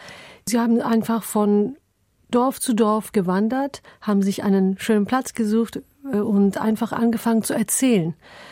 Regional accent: Istanbul, Turkey; moved away; weil ich auch in Istanbul aufgewachsen bin, in einem Viertel, wo man auch dieses anatolische Seele hören kann, wo alle Menschen, die aus Anatolien nach Istanbul umgezogen sind, zusammenleben.

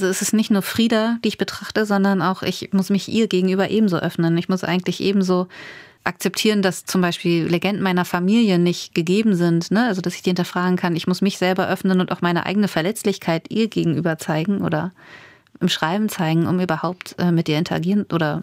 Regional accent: Oldenburg, Lower Saxony, Germany; moved away; meine eigene Erinnerung zu meiner Kindheit und Jugend in Oldenburg

